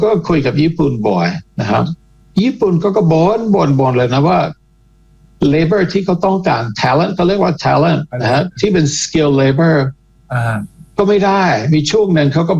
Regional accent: Canada; now in Thailand; ผมเองเป็นคนแคนาดา

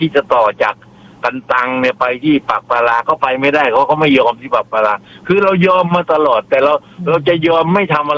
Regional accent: Southern Thailand, Thailand; ผมยืนยันว่าผมเป็นคนใต้

